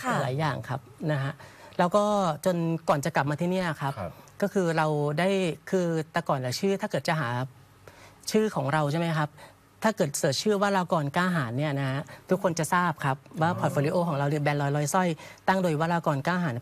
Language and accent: Thai; Bangkok, Thailand; born there; คือพ่อคุณแม่ผมอะครับคือไปโตที่กรุงเทพครับแล้วผมก็เกิดที่กรุงเทพนะฮะแต่ว่าเลือดอีสานเราเข้มข้นนะครับ